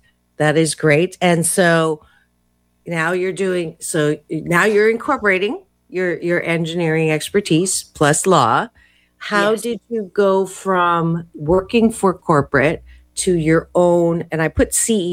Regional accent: Waterloo, Ontario, Canada; born there; I was born in Waterloo.

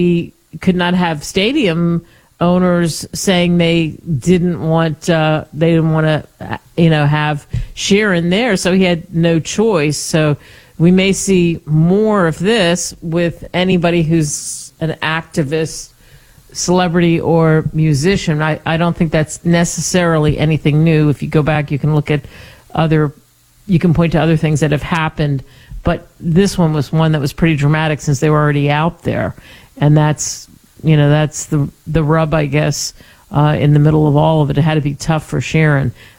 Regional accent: Pennsylvania, United States; I grew up outside of Philadelphia.

